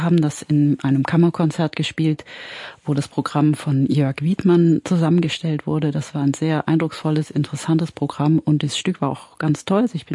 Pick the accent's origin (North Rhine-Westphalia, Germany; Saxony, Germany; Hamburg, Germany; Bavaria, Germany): Hamburg, Germany; also born or lived in Salzburg; now in Saarbrücken, Germany; Ich habe angefangen in Hamburg, das ist meine Heimatstadt. Dann bin ich nach Salzburg gegangen und dann am Ende meines Studiums, zum Aufbaustudium, tatsächlich nach Saarbrücken.